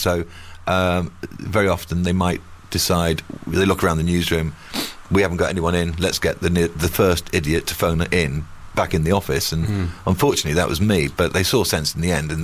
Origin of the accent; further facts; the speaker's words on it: United Kingdom; And all that Celtic music they played as well kind of got to me as a Brit.